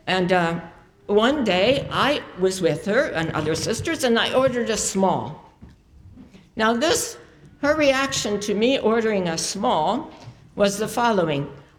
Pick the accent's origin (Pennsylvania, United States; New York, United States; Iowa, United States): Pennsylvania, United States; Pittsburgh; I'm from the Pittsburgh Steelers area